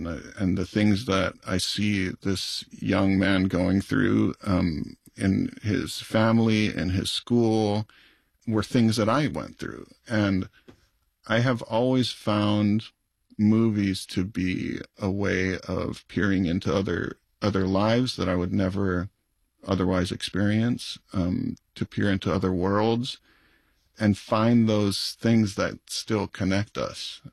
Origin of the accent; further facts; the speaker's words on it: Maui, Hawaii, United States; I grew up on Maui, a small island in the middle of the Pacific Ocean, and I found connection to the outside world in movie theaters.